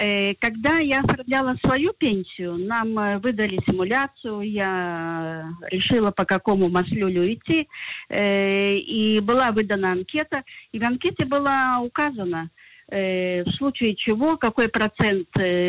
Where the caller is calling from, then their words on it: Haifa, Haifa District, Israel; из Хайфы.